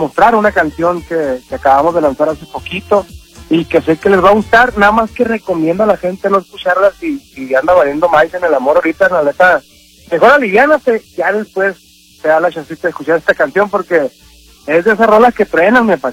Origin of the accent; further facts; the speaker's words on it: Hermosillo, Sonora, Mexico; No, yo soy de aquí de Hermosillo